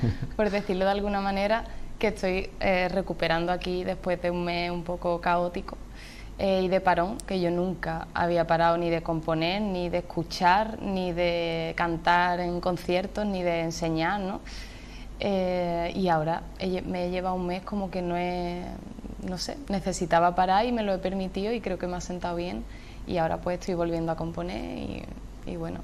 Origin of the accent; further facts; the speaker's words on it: Chiclana de la Frontera, Andalusia, Spain; also born or lived in Ireland / Madrid; Pues soy de Chiclana, he escuchado copla, me he ido a Irlanda, he escuchado folk irlandés, después estuve en Madrid y bueno, allí se mueve mucho el tema del soul.